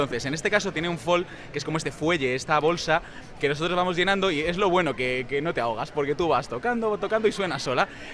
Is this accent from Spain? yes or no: yes; Madrid, Community of Madrid, Spain; es una banda que nace de la tradición gallega. Nosotros somos de Madrid.